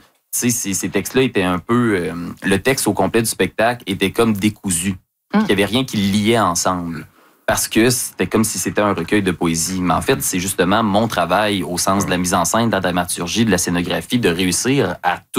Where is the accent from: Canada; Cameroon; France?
Canada; Lévis, Quebec; le premier endroit où j'ai travaillé à Québec après avoir passé toute mon enfance à Lévis